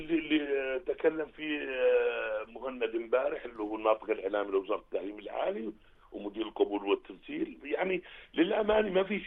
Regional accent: Jordan

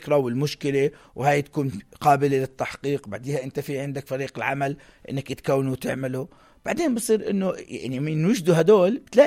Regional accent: Jordan; احنا نكون بايز عشان اردنيين،

